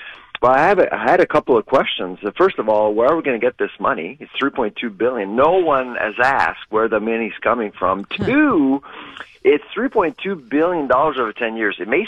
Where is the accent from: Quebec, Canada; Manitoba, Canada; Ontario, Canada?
Quebec, Canada; I'm from Quebec